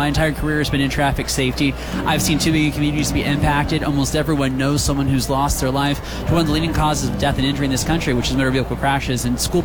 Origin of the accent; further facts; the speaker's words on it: Ohio, United States; I grew up in Ohio, so a Reds fan.